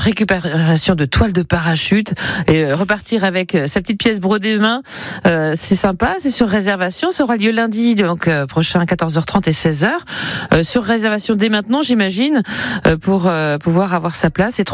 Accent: Normandy, France; le bon beurre de chez nous, hein, parce que forcément on est normand ou on l'est pas

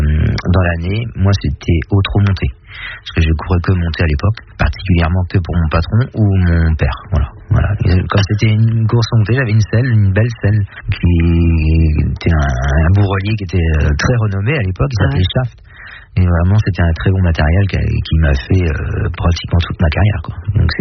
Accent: Avranches, Normandy, France; C'était en plus chez moi, à Avranches. Donc oui, je ne pouvais pas l'oublier.

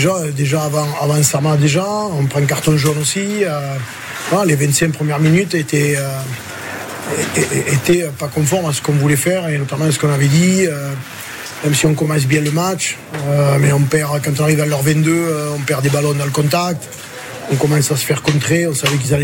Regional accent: Occitanie, France; chez nous en Catalogne.

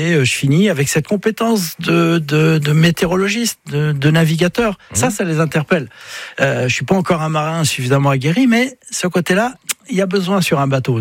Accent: Brittany, France; je suis breton et puis je le ressens profondément.

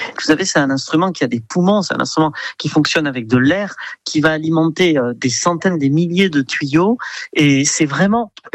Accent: Ayherre, Nouvelle-Aquitaine, France; c'est une abbaye qui est très proche de mon village natal, hein, qui est Ayer. Donc j'y ai été beaucoup quand j'étais petit.

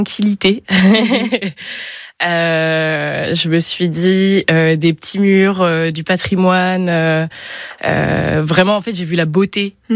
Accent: Pays de la Loire, France; now in Berry, France; je viens de Vendée, donc c'est un milieu très touristique.

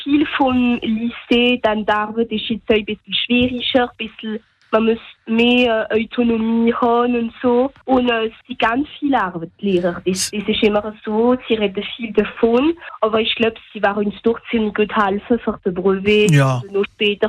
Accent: Strasbourg, Grand Est, France; Also, ich bin 14 Jahre alt und ich komme aus Strasbourg.

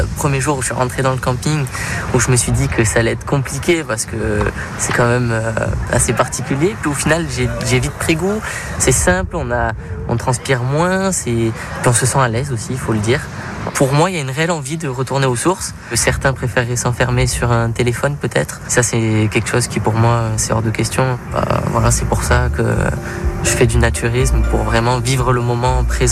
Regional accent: Montpellier, Occitanie, France; j'ai 19 ans et je viens de Montpellier.

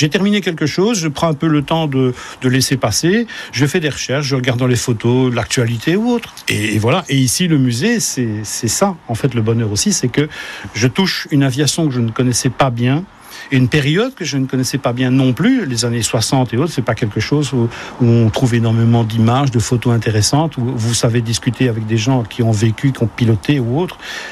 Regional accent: Belgium; Je te dis, je suis belge d'origine, donc c'est quelque chose que j'apprends en même temps en faisant partie du musée

